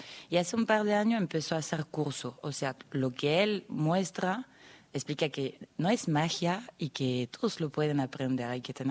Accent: France; moved away as an adult; now in San Salvador de Jujuy, Argentina; Soy de Francia y llegué a Jujuy viajando. Me enamoré de la provincia y me quedé. No me fui más.

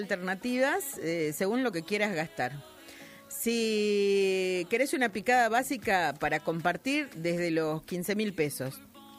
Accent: Argentina; como argentinos queremos que gane Argentina

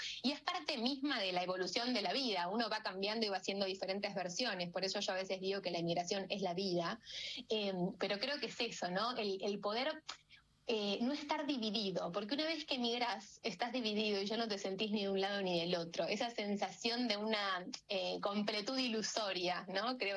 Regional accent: Argentina; moved away as an adult; yo me fui de Argentina a los 25 años, y en base a eso, ¿no? A la posibilidad de emigrar, y después efectivamente lo terminé haciendo, y bueno, hoy mi vida adulta, profesional, amorosa y personal está dividida entre Argentina y España.

